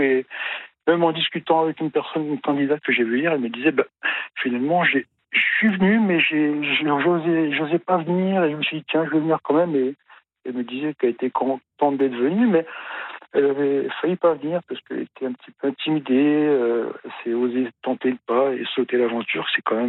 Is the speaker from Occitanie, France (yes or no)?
no; Grand Est, France; Non, mais comme je suis lorrain, vosgien d'origine, du coup.